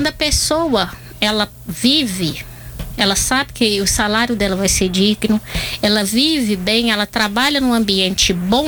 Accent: Anápolis, Goiás, Brazil; minha família veio da roça para a cidade, veio para Anápolis muito tempo atrás. Então eu nasci aqui em Anápolis

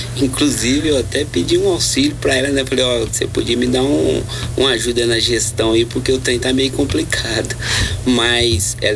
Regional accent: Pires do Rio, Goiás, Brazil; now in Anápolis, Brazil; eu sou natural de Pires do Rio, Goiás, né? Bem pertinho aqui. E estou em Anápolis desde 82. Eu vim para Anápolis e construí aqui a minha vida social aqui, construí família, filhos e etc.

